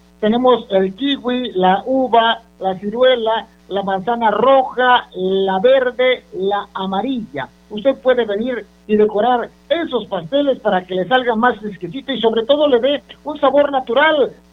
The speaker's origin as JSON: {"language": "Spanish", "country": "Mexico", "said": "somos bien mexicanos y pareciera ser que representan nuestra bandera"}